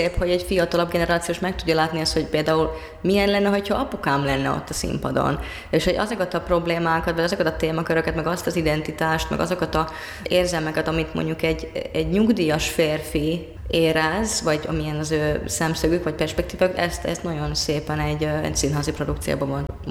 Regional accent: Finland; Hungarian is a second language; kicsit ilyen hazajátszás is, mivel finn vagyok egyébként

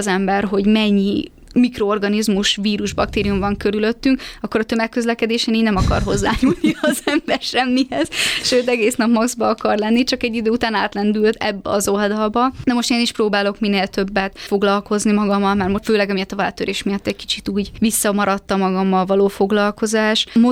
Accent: Szeged, Csongrád-Csanád, Hungary; now in Budapest, Hungary; én amúgy alapból szegedi vagyok, de ugye most már Budapesten élek.

